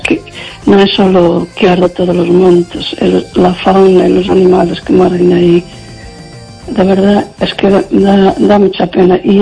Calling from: Lugo, Galicia, Spain

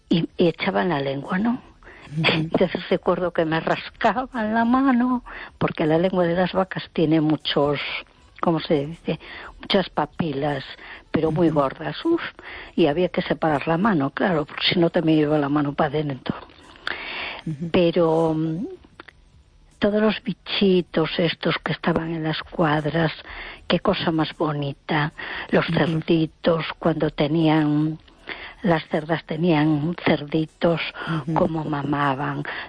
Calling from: A Coruña, Galicia, Spain; de Coruña.

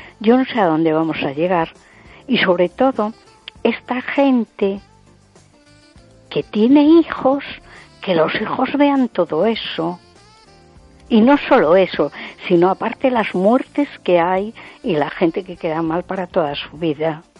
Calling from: A Coruña, Galicia, Spain

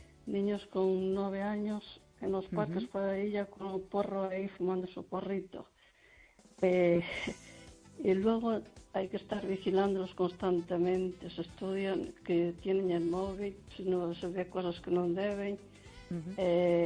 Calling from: Lugo, Galicia, Spain

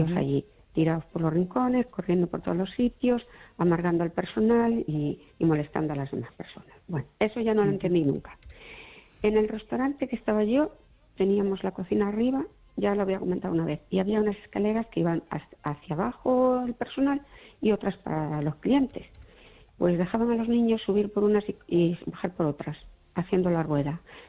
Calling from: Fene, Galicia, Spain

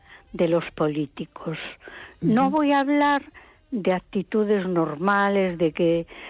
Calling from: A Coruña, Galicia, Spain

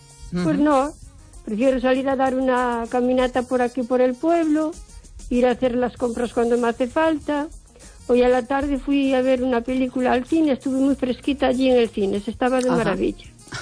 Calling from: O Carballiño, Galicia, Spain; de Carballiño.

